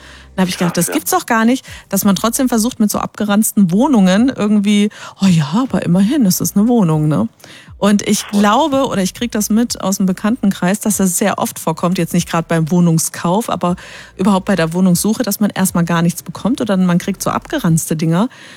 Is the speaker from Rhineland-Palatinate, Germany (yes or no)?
yes; Speyer, Rhineland-Palatinate, Germany; Ich komme ja aus Speyer